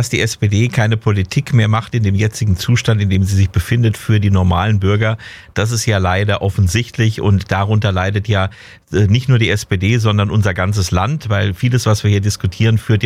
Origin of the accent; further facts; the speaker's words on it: Ludwigshafen, Rhineland-Palatinate, Germany; born there; In Rheinland-Pfalz haben wir den Fall in meiner Geburtsstadt Ludwigshafen.